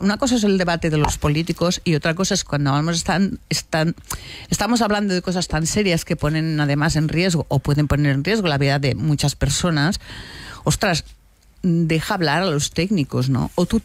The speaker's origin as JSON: {"language": "Spanish", "region": "Catalonia", "country": "Spain", "said": "yo como catalana, si me voy de vacaciones a Italia y me coge no sé qué virus"}